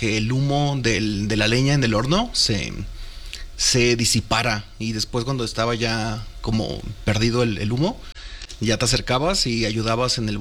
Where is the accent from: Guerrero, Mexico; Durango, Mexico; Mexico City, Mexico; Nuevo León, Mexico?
Guerrero, Mexico; Ayutla de los Libres; Soy del estado de Guerrero. Uh-huh. ¿De qué comunidad? La Costa Chica. El municipio se llama Ayutla de los Libres.